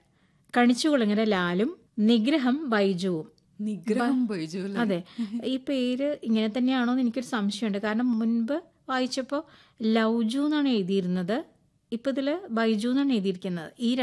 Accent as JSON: {"language": "Malayalam", "town": "Paravur", "region": "Kerala", "country": "India", "tie": "born or raised there", "said": "അത് പറവൂര് ഞങ്ങളുടെ ഗ്രൗണ്ടില്, എന്റെ വീടിനടുത്താണ് ആ ഗ്രൗണ്ട്"}